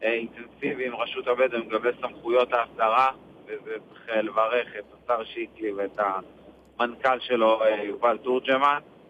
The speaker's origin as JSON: {"language": "Hebrew", "region": "Negev", "country": "Israel", "said": "אצלנו בנגב"}